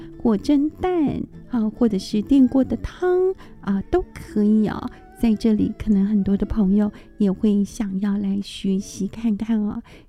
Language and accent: Chinese; Taiwan; 我们其实台湾人